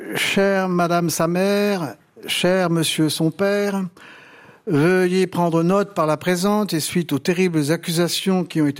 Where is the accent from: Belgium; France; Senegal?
France; Vous lui avez aussi fait dire qu'en tant que Français, je ferais mieux de ne pas abîmer le patrimoine culturel, culinaire, du moins hévétique.